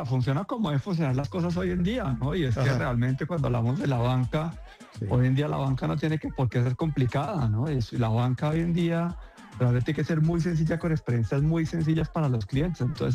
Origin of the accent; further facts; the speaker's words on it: Colombia; creo que es un tema que tenemos que celebrar como colombianos